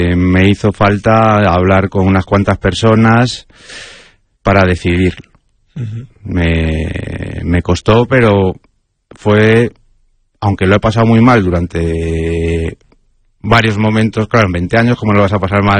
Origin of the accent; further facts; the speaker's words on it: Vicedo, Galicia, Spain; Su pueblo preferido, sus vacaciones favoritas son estar en mi pueblo, en Vicedo.